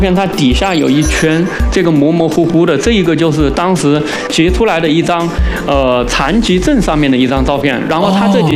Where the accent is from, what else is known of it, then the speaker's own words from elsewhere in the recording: China; 我们中国人